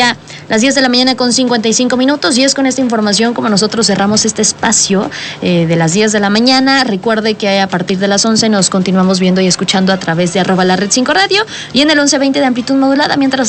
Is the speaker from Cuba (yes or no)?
no; Mexico